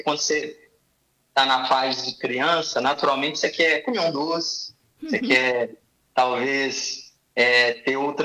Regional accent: Nova Lima, Minas Gerais, Brazil; moved away as an adult; now in Belo Horizonte, Brazil; Eu sou de Nova Lima. Eu nasci em Nova Lima, hoje eu moro em Belo Horizonte, sou casado há 12 anos, mas minha infância toda foi em Nova Lima, então minha família é de lá

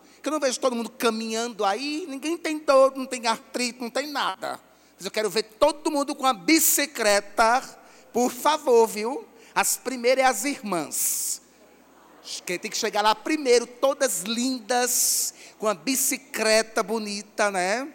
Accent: Northeast Region, Brazil; Eu e o padre Marcelo somos daqui mesmo, né? Somos nordestinos.

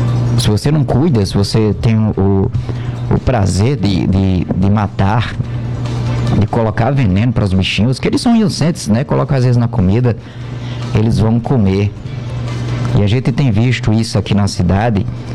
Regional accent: Campina Grande, Paraíba, Brazil; moved away; lá na minha cidade, em Campina Grande

